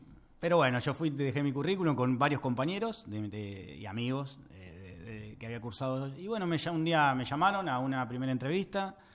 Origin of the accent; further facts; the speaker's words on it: Francisco Madero, Buenos Aires Province, Argentina; moved away as an adult; also born or lived in La Plata; soy un chico de pueblo que un día quiso volar, por así decirlo. Nací y me crié en Francisco Madero, acá nomás, a 20 kilómetros, y bueno, después me fui a estudiar a La Plata, me fui a estudiar periodismo a la Facu de allá.